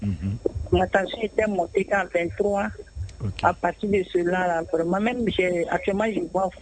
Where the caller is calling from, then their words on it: Abidjan, Côte d’Ivoire; Je vous appelle de Marcoury.